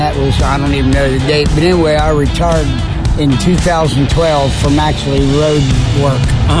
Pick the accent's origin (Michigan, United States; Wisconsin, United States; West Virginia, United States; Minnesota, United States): West Virginia, United States; Parkersburg; Yeah, born and raised in Parkersburg.